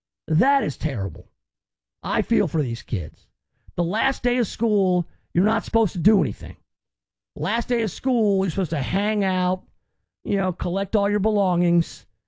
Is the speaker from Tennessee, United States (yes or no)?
yes; Memphis, Tennessee, United States; That's when I was born in Memphis and I moved around a lot, and then I was back in Memphis by third grade